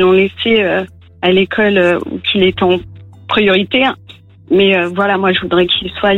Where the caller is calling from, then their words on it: Normandy, France; Je suis de Pierre, à côté de Rouen, en Seine-Maritime.